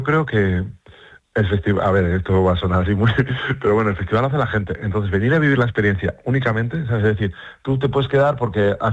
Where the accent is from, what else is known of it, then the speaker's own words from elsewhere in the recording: La Rioja, Spain; yo creo que es un poco también como riojanos, sacar un poco de pecho de que aquí también las cosas se hacen muy bien.